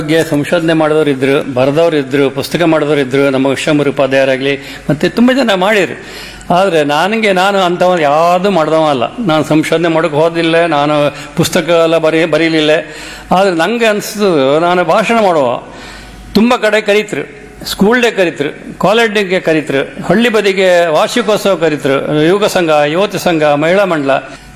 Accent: Karnataka, India; accent: Kundapura Kannada; first language Kundapura Kannada; ಹಾಗಾಗಿ ನಮ್ಮ ಕುಂದಾಪುರ ಕನ್ನಡ ನಮ್ಮ ರಕ್ತದಾಗೆ ಇತ್ತು. ನಾವು ಹುಟ್ಟಿಲ್ಲಾಗಾಯ್ತು ಅದನ್ನೇ ಮಾತಾಡ್ಕಂತ ಬಂದವರು.

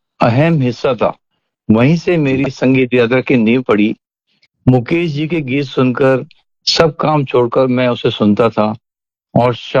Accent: Bundi, Rajasthan, India; born there; मेरा बचपन बूंदी में शुरुआत में बीता। बचपन साधारण था, संस्कारों से भरा हुआ था।

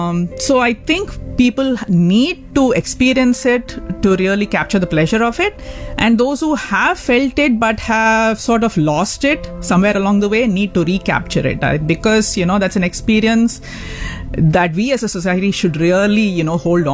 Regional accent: Neyveli, Tamil Nadu, India; So I grew up in Neyveli, which is a small town.

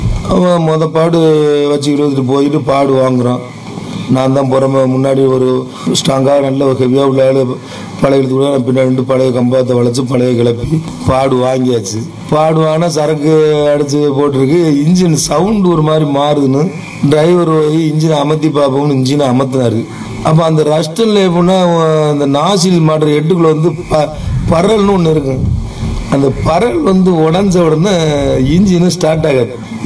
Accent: Pamban, Tamil Nadu, India; நான் பாமன் கிராமத்தை சேர்ந்தவன். எனக்கு வயசு இப்போ ஒரு 52 வயசு ஆகுது.

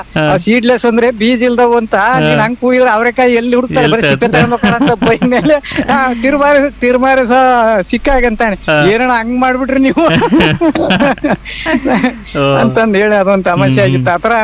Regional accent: Karnataka, India; born there; ಹಿಂದೆ ನಾವು ಸಣ್ಣ ಮಕ್ಳಿದ್ದಾಗ ನಮ್ಮ ಹಳೆಕಟ್ಟೆ ಇದೆ ಒಂದು ಊರ ಮಧ್ಯದಲ್ಲಿ

